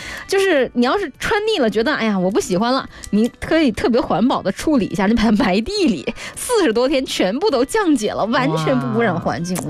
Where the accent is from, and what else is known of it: Guangdong, China